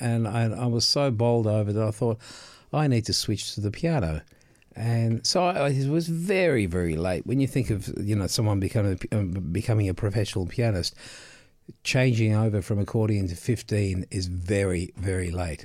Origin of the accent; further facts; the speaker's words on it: Fitzroy North, Victoria, Australia; But I grew up in Fitzroy North, and I'm back there. And no matter how many times I've moved away, I seem to gravitate back to my roots.